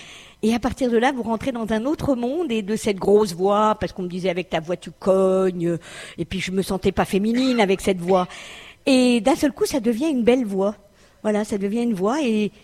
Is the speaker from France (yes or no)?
yes; Paris, Île-de-France, France; Je suis de Paris, et oui.